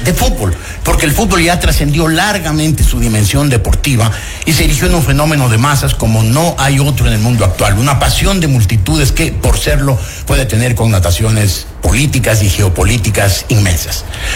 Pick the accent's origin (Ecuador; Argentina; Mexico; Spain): Ecuador; O sea, somos ecuatorianos y nos apasionamos con el Ecuador solo cuando juega la selección.